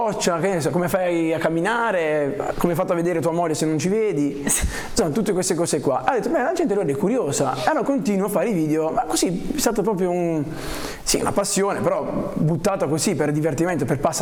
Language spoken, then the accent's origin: Italian; Bolzano, Trentino-Alto Adige, Italy; Sono di Bolzano.